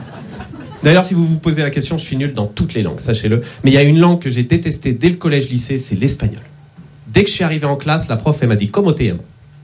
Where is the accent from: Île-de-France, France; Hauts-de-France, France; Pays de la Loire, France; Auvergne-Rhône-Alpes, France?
Pays de la Loire, France; Nantes; je suis nantais et dyslexique.